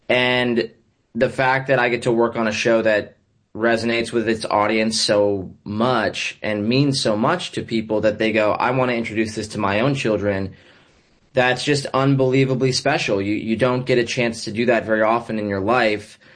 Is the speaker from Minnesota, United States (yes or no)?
no; Florida, United States; I grew up in Florida.